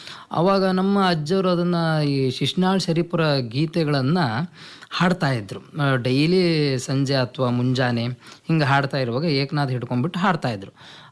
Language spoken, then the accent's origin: Kannada; Hubli, Karnataka, India; Sir, ನಾವು ಮೂಲ ಧಾರವಾಡ ಜಿಲ್ಲೆಯವರು. ನನ್ನ ತಾಯಿ ತವ್ರ ಮನೆ ಹುಬ್ಳಿ, ನಾನು ಹುಟ್ಟಿದ ಕೂಡ ಹುಬ್ಳಿಯಲ್ಲೇ.